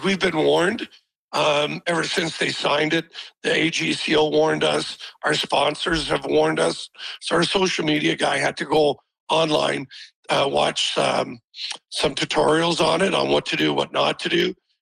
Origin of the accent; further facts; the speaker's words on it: Canada; me as a fan, me as a business, as a Canadian, I'm proud to show Toronto.